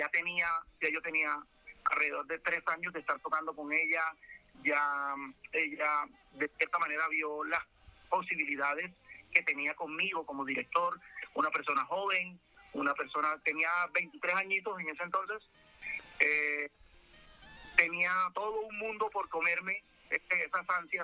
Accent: Cereté, Córdoba, Colombia; now in Bogotá, Colombia; cuando yo salgo de Córdoba, de mi terruño, de Cereté, y vengo a Bogotá

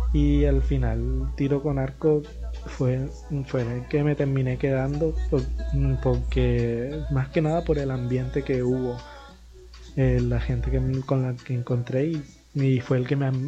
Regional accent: Montería, Córdoba, Colombia; Yo nací y crecí aquí en Montería. La verdad, he vivido toda mi vida aquí. Tengo familia de pueblo, de San Pelayo, de Lorica en general, pero yo viví aquí toda mi vida

